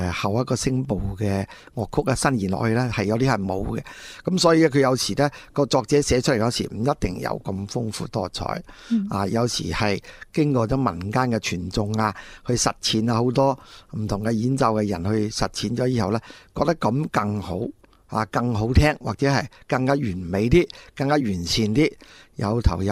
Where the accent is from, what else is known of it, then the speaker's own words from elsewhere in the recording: Guangdong, China; 我估计广东音乐都应该有这种我们岭南人的特性在这里。